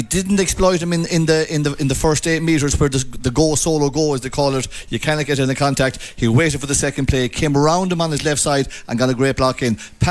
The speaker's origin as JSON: {"language": "English", "region": "Connacht", "country": "Ireland", "said": "but look at, we're from Mayo. We've all seen a bit of breeze before."}